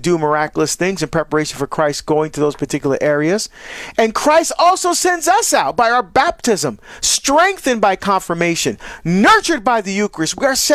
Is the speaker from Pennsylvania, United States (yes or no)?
no; New Jersey, United States; want to get back to Jersey, to my home state, to be able to speak at this event for law enforcement.